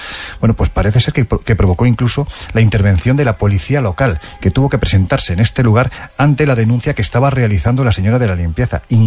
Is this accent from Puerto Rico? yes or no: no; Jaén, Andalusia, Spain; quienes conocemos Jaén, yo evidentemente lo conozco porque es mi tierra